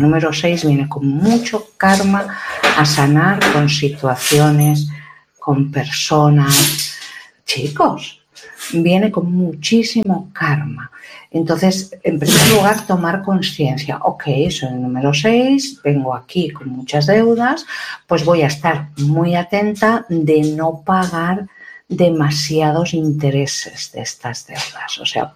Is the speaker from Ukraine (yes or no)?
yes; Ukraine; Por lo menos en mi país, de Ucrania, pues básicamente no se dice nada